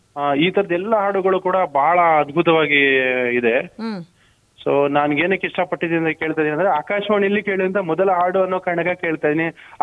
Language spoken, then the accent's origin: Kannada; Tumkur district, Karnataka, India; born there; also born or lived in Chikmagalur; now in Mysore, India; ಸ್ವಂತ ಬಂದ್ಬಿಟ್ಟು ತುಮಕೂರು ಜಿಲ್ಲೆ ಪಾವಗಡ ತಾಲೂಕು ಕೆ ಸೇವಲಾಲ್ಪುರ ಅಂತ ಹೇಳಿ ಒಂದು ಗ್ರಾಮ ಮೇಡಮ್. ಈಗ ಮೈಸೂರಿನಲ್ಲೇ ಓದಿ ಮೈಸೂರಲ್ಲಿ ಸದ್ಯ ವಾಣಿಜ್ಯ ತೆರಿಗೆ ಇಲಾಖೆನಲ್ಲಿ ಕರ್ತವ್ಯ ನಿರ್ವಹಿಸ್ತಾ ಇದೀನಿ.